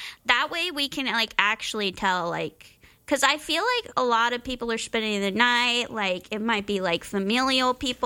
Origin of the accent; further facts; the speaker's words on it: Springfield, United States; moved away; I am from Springfield